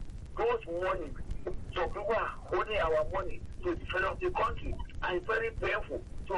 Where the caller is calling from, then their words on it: Lagos, Nigeria; I'm calling you from Oshodi this morning.